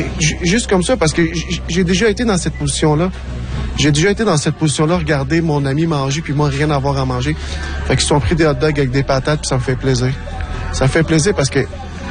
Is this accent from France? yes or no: no; Verdun, Quebec, Canada; J'ai grandi dans Verdun. Je connais les difficultés que les Verdunois ou que les jeunes y ont eu.